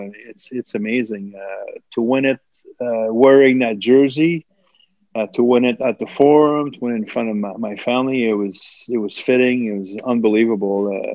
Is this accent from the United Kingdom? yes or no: no; Montreal, Quebec, Canada; Yeah, well, like I said, I was a kid from Montreal, and when I got there in 93